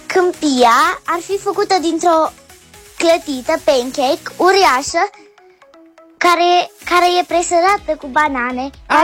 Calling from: Cluj-Napoca, Cluj County, Romania; din Cluj.

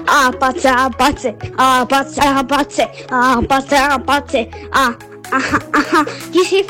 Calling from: Bucharest, Romania; eu sunt … din București, am 7 ani

